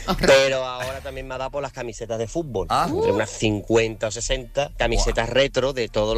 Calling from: Jerez de la Frontera, Andalusia, Spain; Desde Jerez.

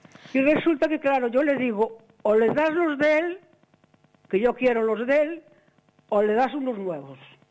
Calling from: Vilagarcía de Arousa, Galicia, Spain; Desde Villa García de Arosa.

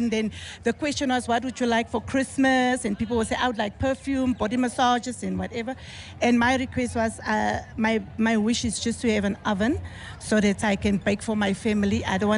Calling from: Vosloorus, Gauteng, South Africa; from Vosloo.

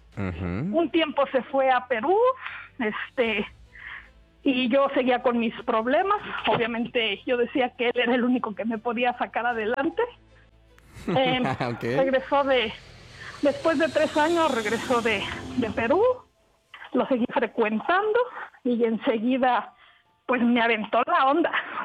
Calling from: State of Mexico, Mexico; Tengo 52 años y soy del Estado de México.

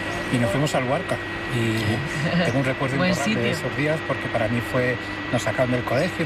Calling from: Madrid, Community of Madrid, Spain; Hola, buenas … de Madrid.

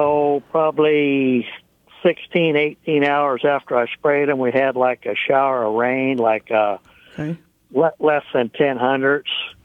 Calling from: Kansas, United States; from Kansas.

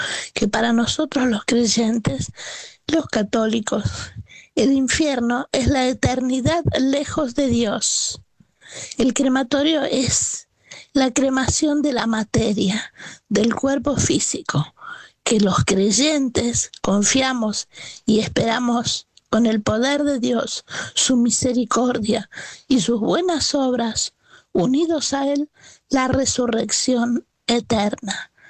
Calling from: Buenos Aires, Argentina; de Villa del Parque.

